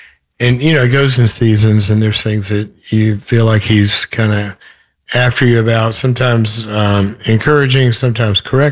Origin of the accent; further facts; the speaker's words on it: the South, United States; also born or lived in Los Angeles; You know, I'm from the South, so I lived in L.A. forever, and coming back here is sort of like coming home in a way.